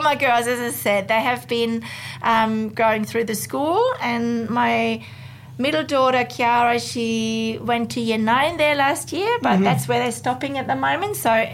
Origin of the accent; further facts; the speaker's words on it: Germany; accent: German; moved away as an adult; now in Alice Springs, Australia; I've been here for 26 years. I'm from Germany myself.